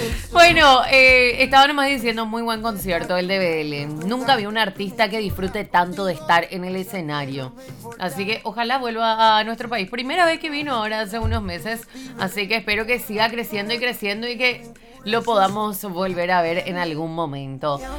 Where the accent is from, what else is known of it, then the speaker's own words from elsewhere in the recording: Luque, Central, Paraguay; Yo crecí toda la vida en Villa Adela, ¿eh? Así que saludos a nuestros oyentes de Luque